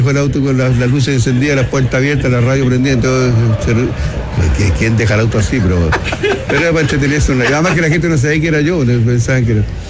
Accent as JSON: {"language": "Spanish", "region": "Valparaíso", "country": "Chile", "tie": "born there", "said": "A mí, ¿por qué soy wanderino? Nací en Valparaíso."}